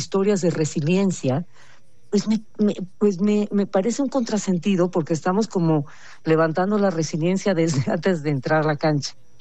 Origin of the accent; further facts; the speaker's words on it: Mexico; lo que somos los mexicanos